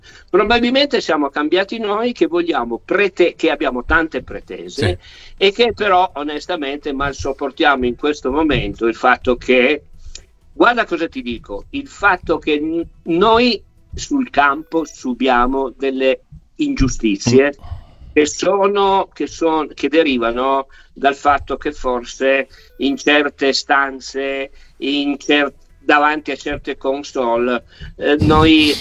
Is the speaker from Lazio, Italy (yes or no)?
no; Turin, Piedmont, Italy; io che sono torinese e che allo stadio comunale ci sono cresciuto